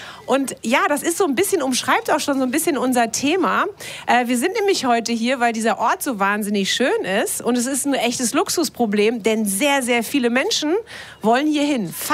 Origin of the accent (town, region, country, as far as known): North Rhine-Westphalia, Germany; born there; now in Cologne, Germany